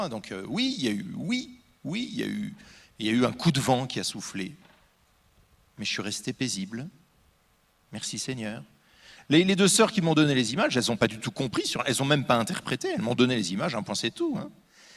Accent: Normandy, France; Je suis normand, hein. Un pommier, je le connais.

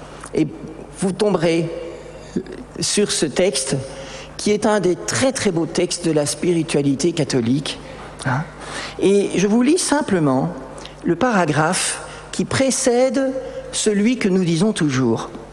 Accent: Belgium; Et Marie, on a oublié de vous dire que je suis belge. Alors, en Belgique, on dit, il y a une parole sur les meuniers.

